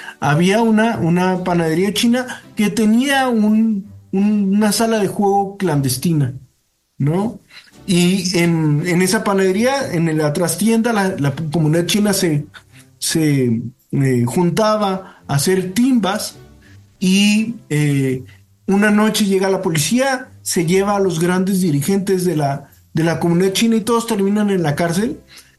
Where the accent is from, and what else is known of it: Durango, Mexico